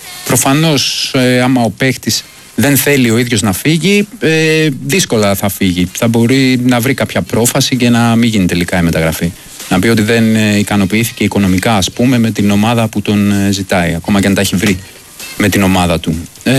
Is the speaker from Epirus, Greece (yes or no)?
yes; Arta, Epirus, Greece; όχι, δεν είμαι Γιαννιώτης, αλλά κοντά έπεσες, από την Άρτα είμαι, εκεί μεγάλωσα.